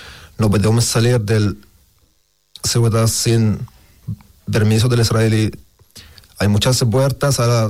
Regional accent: West Bank, Palestine; Spanish is a second language; mi pueblo en Cisjordania tenía un valle muy grande

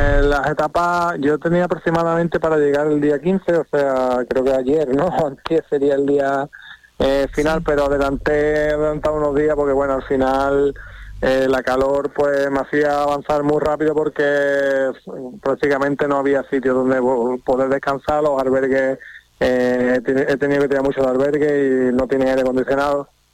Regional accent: Villamartín, Andalusia, Spain; salir de aquí, de Villamartín, de mi pueblo

